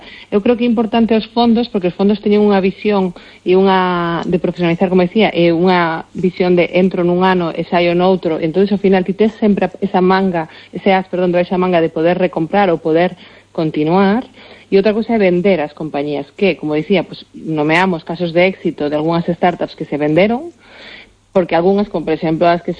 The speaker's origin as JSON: {"language": "Galician", "region": "Galicia", "country": "Spain", "said": "Pero a nivel galega, como galega falando"}